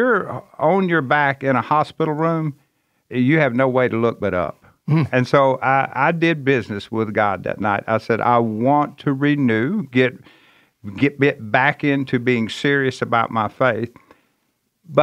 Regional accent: Harrisburg, Arkansas, United States; also born or lived in Memphis, Tennessee; But no, I grew up in a small town in Arkansas, northeast Arkansas, called Harrisburg. Out in the country, country boy

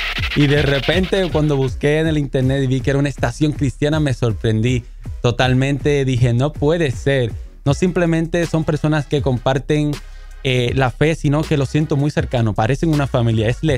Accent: Puerto Rico; now in Dallas, United States; soy puertorriqueño, pero vivo en el área de Dallas

